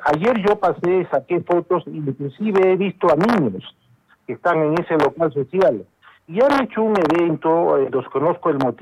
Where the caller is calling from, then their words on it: Peru; Yo soy vecino de Miraflores, de la calle Chorrillos.